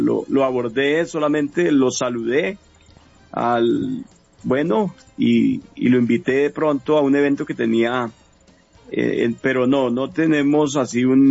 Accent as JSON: {"language": "Spanish", "town": "San Juan de Río Seco", "region": "Cundinamarca", "country": "Colombia", "said": "yo soy de acá, de San Juan de Río Seco, yo soy de esta región. Yo conocí el Evangelio en esta iglesia donde estoy ahora"}